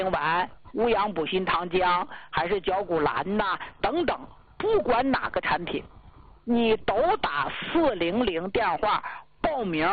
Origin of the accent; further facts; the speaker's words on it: Northeast China, China; 这个腰疼吧，用咱们东北老家话说是啥呢，后座子